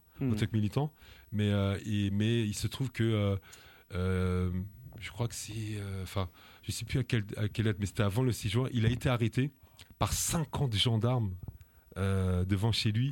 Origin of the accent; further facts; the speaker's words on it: France; born there; also born or lived in Guadeloupe; je suis un Guadeloupéen, je suis né en France. Donc, je suis né en France avec les valeurs liberté, égalité, fraternité. Je suis d'origine guadeloupéenne avec les valeurs de solidarité, d'humanisme.